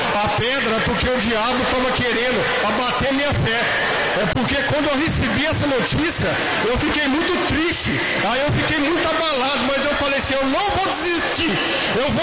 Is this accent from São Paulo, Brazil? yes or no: no; Abaeté, Minas Gerais, Brazil; now in Belo Horizonte, Brazil; eu tô morando aqui, eu sou lá de Abaeté